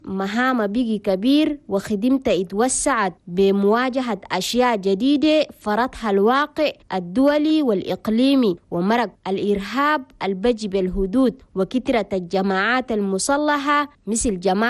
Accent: Chad; من وقت أعلنوا استقلال حنا بلدنا تشاد في يوم 11 شهر 8 سنة 1960

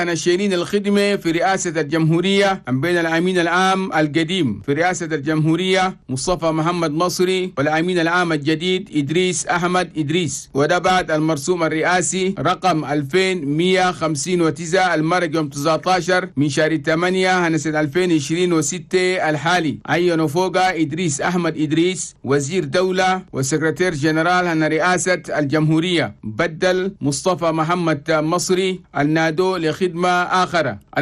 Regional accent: Chad; من أجل العمل الحكومي وخدمة المصلحة العامة عن بلدنا تشاد.

